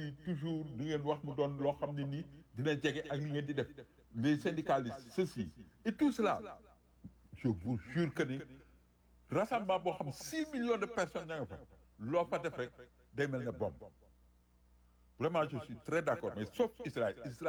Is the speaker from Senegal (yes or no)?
yes; Senegal; Mais c'est insignifiant, nous sommes tous du Sénégal.